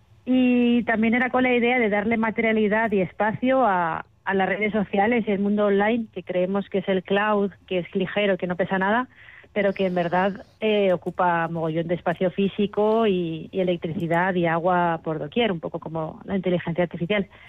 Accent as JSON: {"language": "Spanish", "town": "Castellón de la Plana", "region": "Valencian Community", "country": "Spain", "moved": "as an adult", "lives_now": "Brussels, Belgium", "said": "Sí, bueno, soy de Castellón, pero hace años que vivo fuera, vivo en Bruselas."}